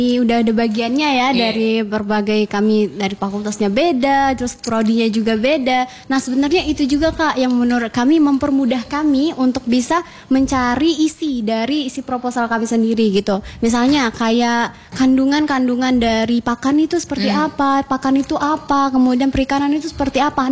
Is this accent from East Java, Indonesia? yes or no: no; Jambi, Indonesia; asal kita Jambi